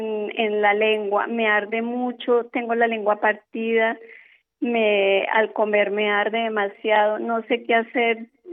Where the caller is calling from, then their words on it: Bogotá, Colombia; De aquí de Bogotá.